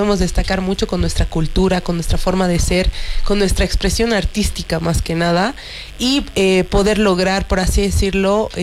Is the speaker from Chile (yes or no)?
no; Bolivia; somos una sociedad boliviana